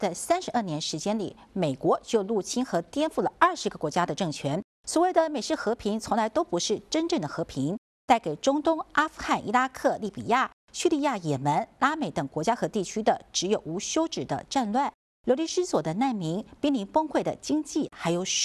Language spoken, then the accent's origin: Chinese; China; 我们都作为是中国人